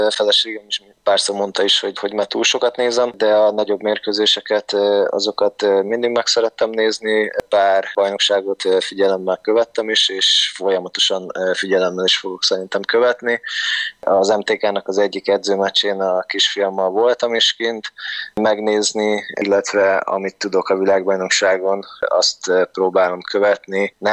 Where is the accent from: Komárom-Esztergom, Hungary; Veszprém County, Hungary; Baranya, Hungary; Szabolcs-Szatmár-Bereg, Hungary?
Veszprém County, Hungary; Veszprém; mivel veszprémi srác vagyok, ott ugye a kézilabda erős így az általános iskolába a kézit erőltették